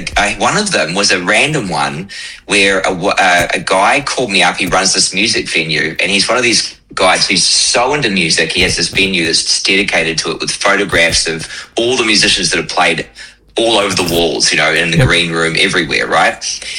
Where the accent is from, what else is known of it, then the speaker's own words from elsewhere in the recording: Auckland, New Zealand; Yep, born and raised in Auckland, spent a lot of time in the far north up in Russell, where my grandparents had a farm. But mostly on the North Shore in Auckland. Went to Northcote College